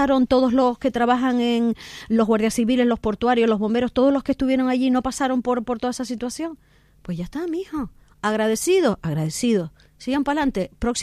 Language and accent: Spanish; Canary Islands, Spain; No soy votante de Coalición Canaria, pero soy canaria y las instituciones se merecen un respeto.